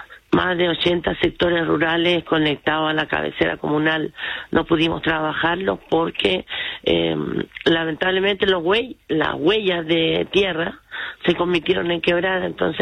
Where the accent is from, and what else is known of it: Quilitapia, Chile